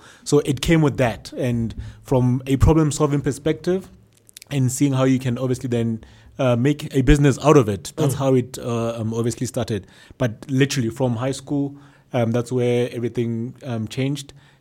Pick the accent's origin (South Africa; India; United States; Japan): South Africa; No man, I'm a South African, typical South African entrepreneur.